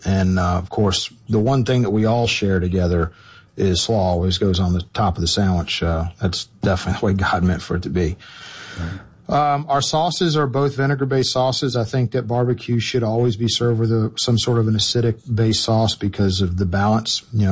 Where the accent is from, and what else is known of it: Memphis, Tennessee, United States; born there